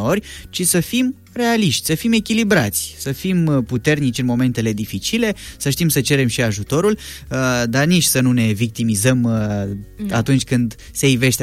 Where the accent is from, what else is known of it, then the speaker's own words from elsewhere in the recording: Romania; români până la urmă.